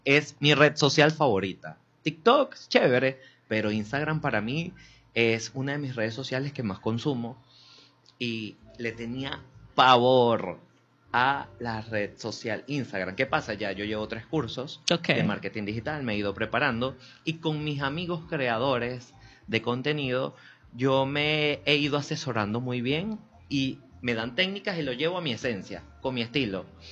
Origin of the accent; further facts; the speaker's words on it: Barquisimeto, Lara, Venezuela; nos identificamos como venezolanos y barquisimetanos.